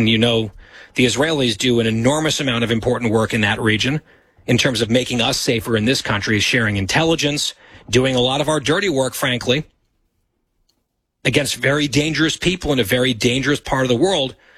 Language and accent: English; United States; as an American, a proud American